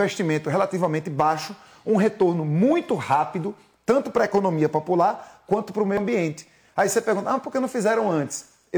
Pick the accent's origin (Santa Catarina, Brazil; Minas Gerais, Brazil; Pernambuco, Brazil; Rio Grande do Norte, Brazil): Pernambuco, Brazil; Recife